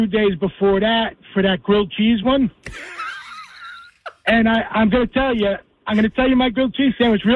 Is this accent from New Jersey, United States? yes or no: yes; Union County, New Jersey, United States; originally I'm from Union County. I'm still in Union County, but Kenilworth.